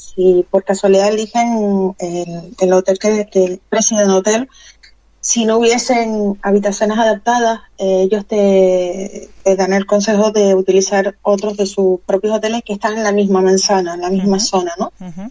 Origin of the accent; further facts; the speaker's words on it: Canary Islands, Spain; nosotros como somos canarios